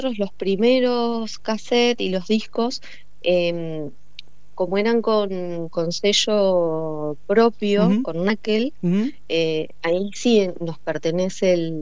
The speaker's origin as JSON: {"language": "Spanish", "country": "Argentina"}